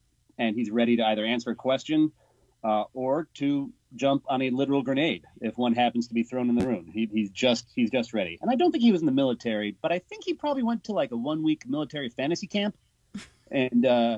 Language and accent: English; Chicago, Illinois, United States; moved away; also born or lived in Amsterdam; Growing up in Chicago, soccer just did not penetrate my sphere at all